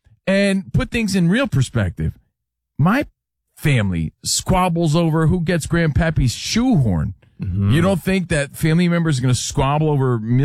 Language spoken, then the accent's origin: English; New Jersey, United States; I had so many friends growing up in Jersey where you didn't walk through the front.